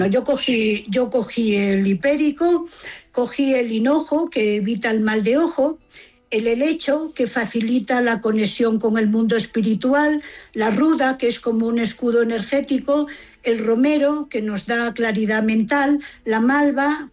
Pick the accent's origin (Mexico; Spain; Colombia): Spain; Galicia; Sí, yo soy gallega, además.